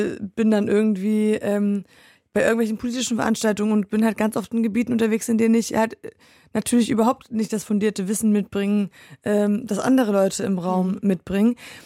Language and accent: German; Poland; born or raised there